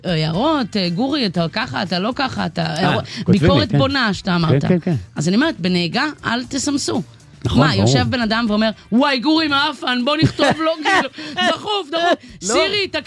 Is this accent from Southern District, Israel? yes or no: no; Nesher, Haifa District, Israel